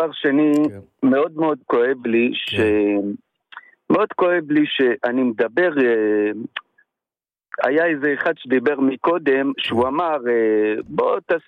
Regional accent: Ashkelon, Southern District, Israel; מאוד מעריך אותך, מאוד אוהב אותך, אני מאשקלון.

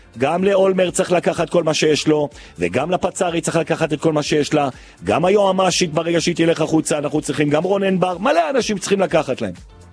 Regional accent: Jerusalem, Jerusalem District, Israel; אני ירושלמי

